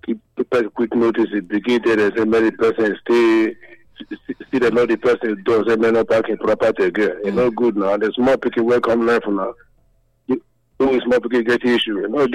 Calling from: Nigeria; from Upper Mission.

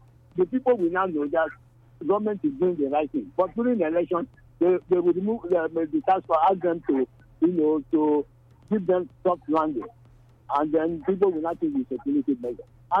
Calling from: Benin City, Edo, Nigeria; I'm calling from Mission Road Market.

